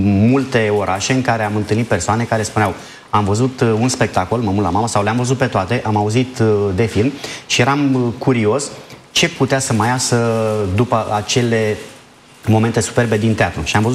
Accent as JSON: {"language": "Romanian", "area": "Luminița", "region": "Tulcea County", "country": "Romania", "said": "Luminița, de unde sunt eu de fapt"}